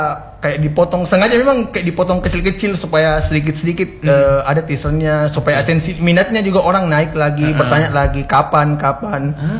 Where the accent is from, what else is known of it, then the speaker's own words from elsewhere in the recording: Sudiang, South Sulawesi, Indonesia; Karena saya dulu lahirnya, saya lahir sampai SMP di Sudiang.